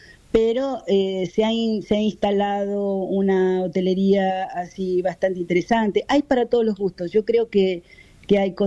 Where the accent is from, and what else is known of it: Ensenada, Buenos Aires Province, Argentina